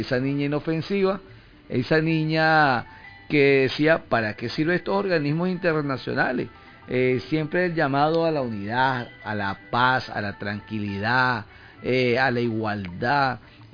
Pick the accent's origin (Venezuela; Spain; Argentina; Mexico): Venezuela